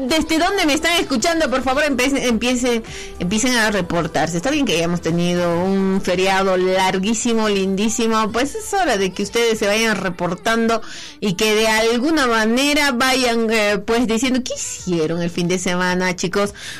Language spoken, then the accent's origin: Spanish; Bolivia